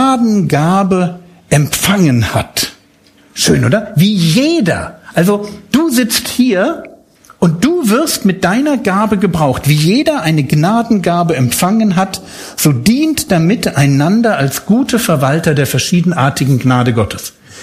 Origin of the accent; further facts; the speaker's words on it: Berlin, Germany; bin ja aus Berlin